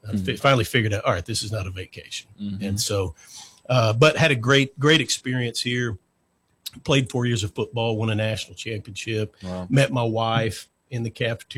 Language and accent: English; Vernon, Texas, United States; I grew up in Vernon, Texas. That's kind of north central Texas, pretty close to Wichita Falls.